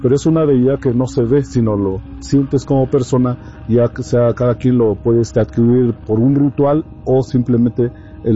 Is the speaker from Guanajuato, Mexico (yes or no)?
no; Oaxaca, Mexico; first language Mazatec; Spanish is a second language; Antes que nada, pues un saludo en mi lengua materna, que es la lengua mazateca del estado de Oaxaca, principalmente en la Sierra Mazateca.